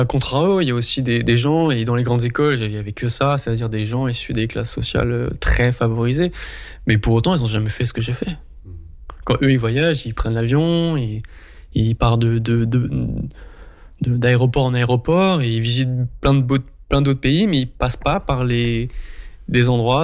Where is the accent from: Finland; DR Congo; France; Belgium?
France; Mulhouse, Grand Est; j'ai vu des formes d'humanité que j'avais pas ressenties chez moi à Mulhouse, dans mon cercle familial